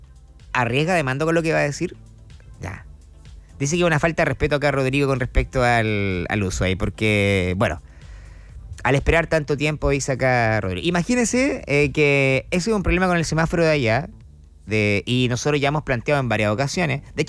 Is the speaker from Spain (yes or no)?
no; Chillán, Ñuble, Chile; nosotros también somos ciudadanos de Chillán